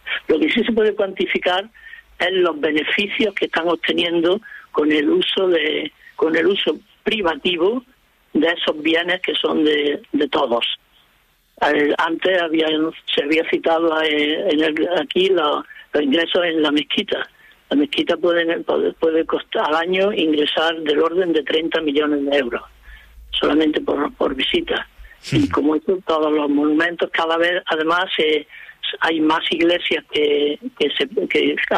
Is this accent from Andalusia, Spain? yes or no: yes; Córdoba, Andalusia, Spain; yo que soy de Córdoba, se puede poner un precio a la mezquita de Córdoba.